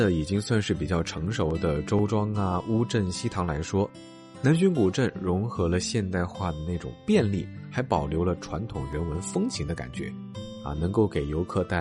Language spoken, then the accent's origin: Chinese; Jiangxi, China; 虽然是在我的老家